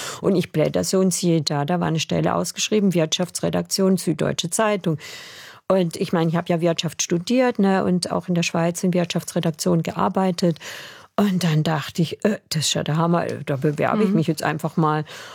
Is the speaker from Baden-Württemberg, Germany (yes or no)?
yes; Baden-Württemberg, Germany; accent: Alemannic; also born or lived in Lörrach / Freiburg / Canada; Also ich rede ja eigentlich alemannischen Dialekt und ich konnte wirklich total schlecht Hochdeutsch.